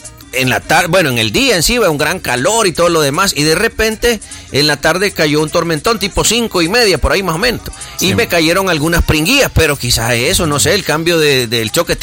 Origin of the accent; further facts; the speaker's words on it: El Salvador; Todos somos salvadoreños